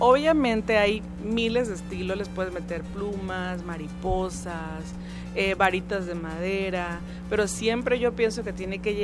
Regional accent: Mexico; es parte de lo que nosotros tenemos como mexicanos

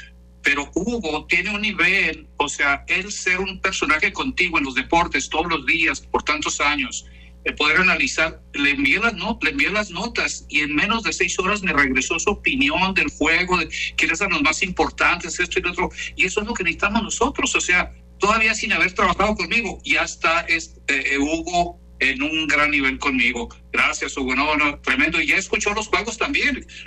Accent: Delicias, Chihuahua, Mexico; moved away; mi papá me decía, es que ya no eres de aquí. Digo, pues si allí nací y ahí crecí y todo. Me dice, no, eres de donde te pagan el cheque cada mes. Pero todavía estoy muy enamorado de mi tierra.

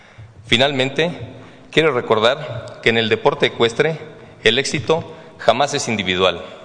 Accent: Mexico; Como militares y como mexicanos, seguiremos cabalgando con firmeza por la gloria deportiva para nuestro país.

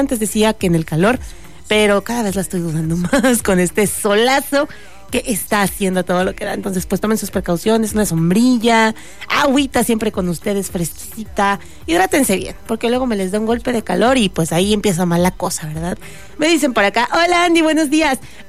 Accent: Saltillo, Coahuila, Mexico; vengo de Saltillo

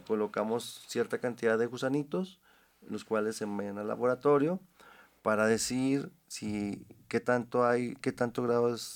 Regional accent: Mexico

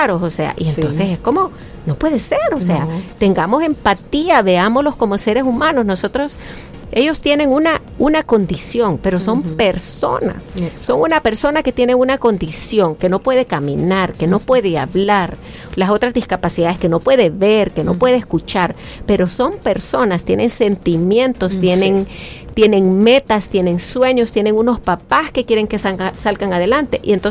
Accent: El Salvador; el abrazo que nos une como salvadoreños

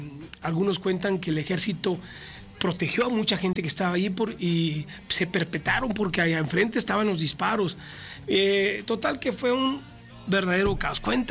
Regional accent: Mexico; uno de los hechos que más han marcado la historia de nuestro México.

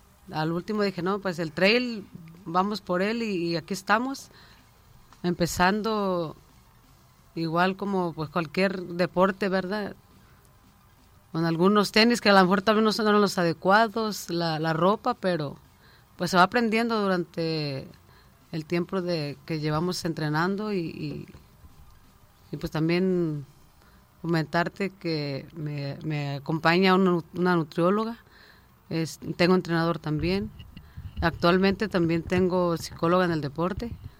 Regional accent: Naranjal, Mexico; Pues mira … soy de Naranjal.

